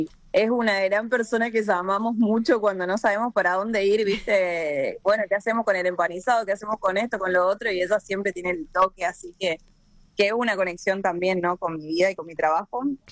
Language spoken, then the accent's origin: Spanish; Chaco, Argentina; Sí, yo soy del Chaco y lo conocí a Fe acá.